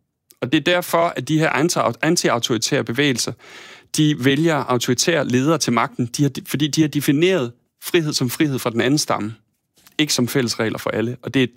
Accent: Thy, North Denmark Region, Denmark; moved away; Jeg kommer fra Thy oprindeligt, og har jo stadig min familie deroppe og kommer jævnligt derud, eller derop eller derhen

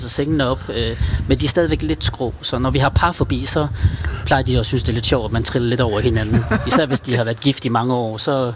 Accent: Jutland, Denmark; now in Ribe, Denmark; Vi er jo jyder.

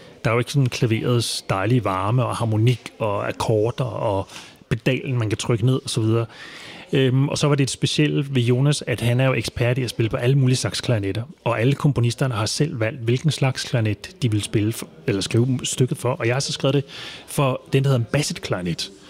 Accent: Amager, Capital Region of Denmark, Denmark; jeg voksede op på Amager, og der var ikke så meget inspiration der, synes jeg.

